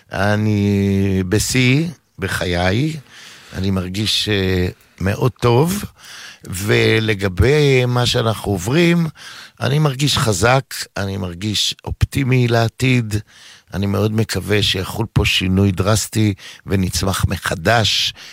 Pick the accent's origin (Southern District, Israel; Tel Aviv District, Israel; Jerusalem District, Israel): Tel Aviv District, Israel; Givatayim; גדלתי בגבעתיים